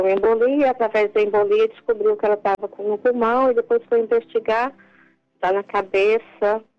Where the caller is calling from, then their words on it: Palmas, Tocantins, Brazil; De Palmas, no Tocantins.